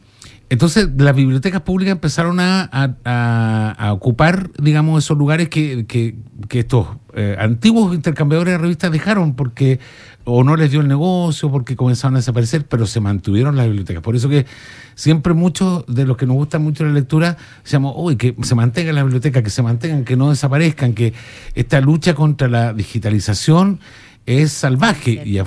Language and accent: Spanish; Punta Arenas, Magallanes and Chilean Antarctica, Chile; moved away as an adult; Soy de acá. Pero cuando era cabro chico, existían en las poblaciones allá en Punta Arenas, yo soy de Punta Arenas